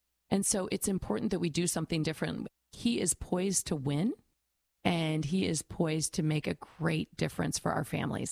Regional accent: Wisconsin, United States; I grew up in a tiny town, 1,234 people in Wisconsin. I think there were probably twice as many cows as people in the town that I grew up in.

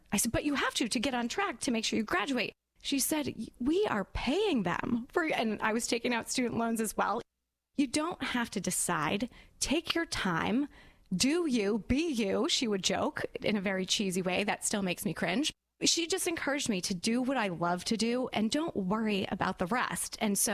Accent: Royalston, Massachusetts, United States; So I grew up in Royalston, Massachusetts, which is a very small town.

